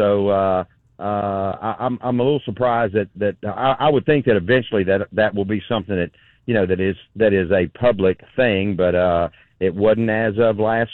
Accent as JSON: {"language": "English", "area": "DeSoto County", "region": "Mississippi", "country": "United States", "tie": "born or raised there", "said": "where I was raised in DeSoto County, Mississippi."}